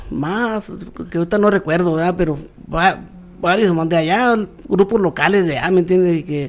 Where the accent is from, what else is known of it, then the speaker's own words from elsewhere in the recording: Zacatecas, Mexico; moved away; Yo vengo de Zacatecas, hermano.